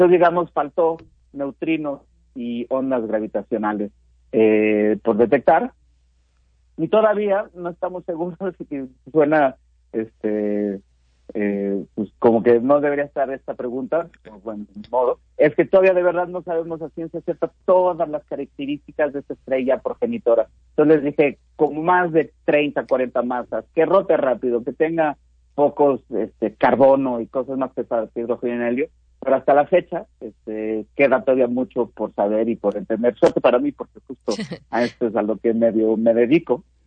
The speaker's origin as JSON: {"language": "Spanish", "country": "Mexico"}